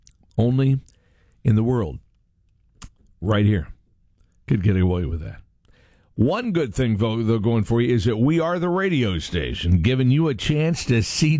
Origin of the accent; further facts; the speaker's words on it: Poplar Bluff, Missouri, United States; I was born and raised in Poplar Bluff, Missouri.